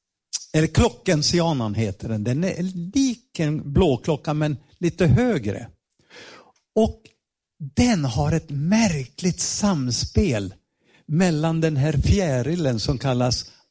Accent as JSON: {"language": "Swedish", "town": "Ludvika", "region": "Dalarna County", "country": "Sweden", "tie": "born or raised there", "said": "För vi växte upp i Ludvika. Nästan grannar med var. Ja, nej, grannar."}